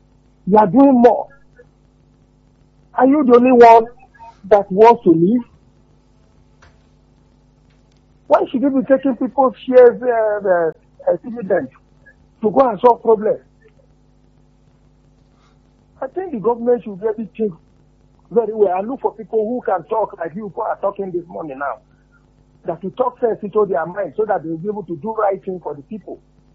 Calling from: Lagos, Nigeria; I'm calling you from Lagos.

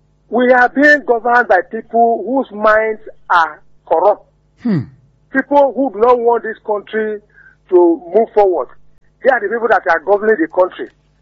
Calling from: Nigeria; I'm calling from Ologuero.

